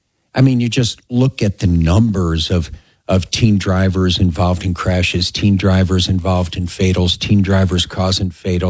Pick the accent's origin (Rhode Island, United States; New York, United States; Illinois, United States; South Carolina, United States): Illinois, United States; Chicago; moved away as an adult; now in Colorado, United States; I came here from Chicago. You know, I grew up in Chicago. My dad was a cop.